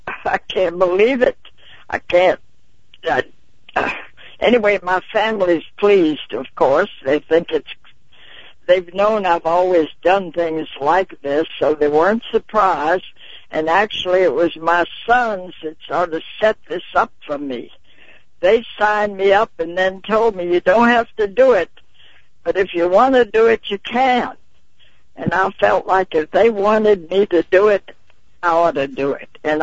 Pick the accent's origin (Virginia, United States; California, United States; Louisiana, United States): Louisiana, United States; Baton Rouge; my hometown of Baton Rouge, where my husband and I met and where we both graduated